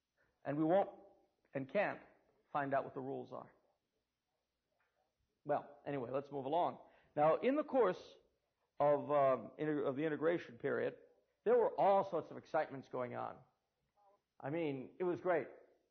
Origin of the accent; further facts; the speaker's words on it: United States; I could tell you why as a Catholic, but I can't tell you why as an American.